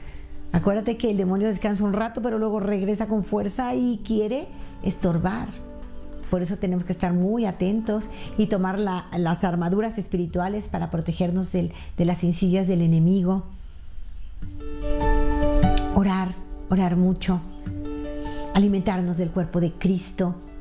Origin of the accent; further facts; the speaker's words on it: La Paz, Baja California Sur, Mexico; born there; Hace poquito estuve en un lugar de playa muy bonito, La Paz, Baja California, donde yo nací. Saludo a todos los paseños.